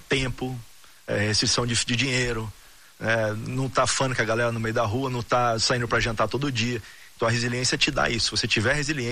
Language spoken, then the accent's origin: Portuguese; Brazil; moved away; eu sou um patriota, sou brasileiro, quero sempre estar no Brasil, apesar de eu estar 31 anos fora.